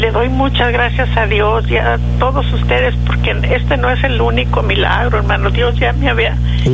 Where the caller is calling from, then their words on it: Rio Hondo, Texas, United States; yo soy aquí de Río Hondo